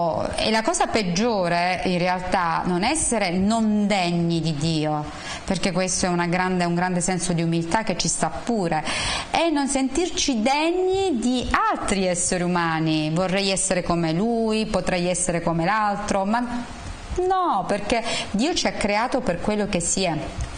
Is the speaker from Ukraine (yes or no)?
yes; Ukraine; Italian is a second language; Vengo dall'Ucraina. Io sono qui per la seconda volta.